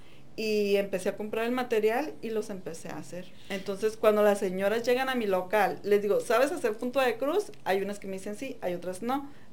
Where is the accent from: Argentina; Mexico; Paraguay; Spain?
Mexico; Ciénega Prieta, Chihuahua; En la sierra de Chihuahua se llama Ciénega Prieta, el pueblo de donde yo soy.